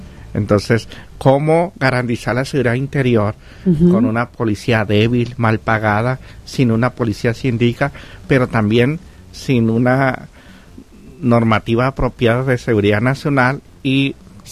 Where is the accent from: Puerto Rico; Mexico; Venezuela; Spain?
Mexico